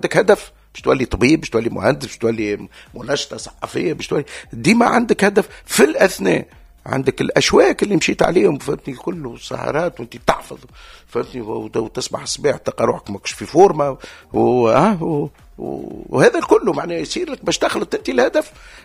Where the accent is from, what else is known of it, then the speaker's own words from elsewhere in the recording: Tunisia; انا تونسي في عائله كبيره، العائله الكبيره بتاعي سي تونس.